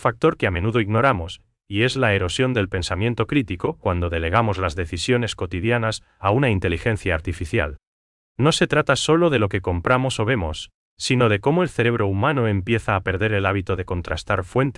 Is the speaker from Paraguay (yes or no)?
yes; Paraguay